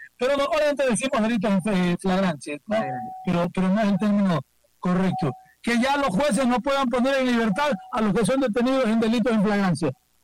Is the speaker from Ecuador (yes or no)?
yes; Ecuador